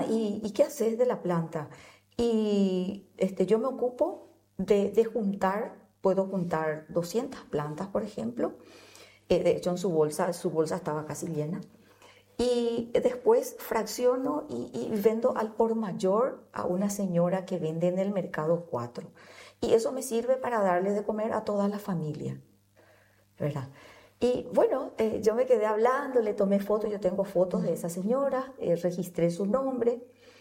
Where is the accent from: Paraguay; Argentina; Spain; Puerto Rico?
Paraguay; nosotros somos así, los paraguayos